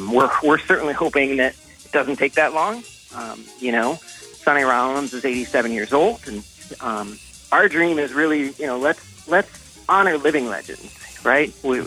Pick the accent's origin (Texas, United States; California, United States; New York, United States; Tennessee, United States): New York, United States; New York City; and I grew up in Harlem, my grandmother taking me to civil rights march